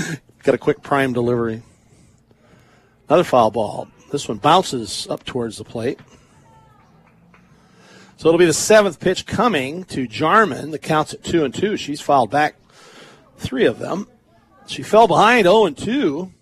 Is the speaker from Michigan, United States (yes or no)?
no; South Dakota, United States; now in Crawfordsville, United States; I hail from South Dakota.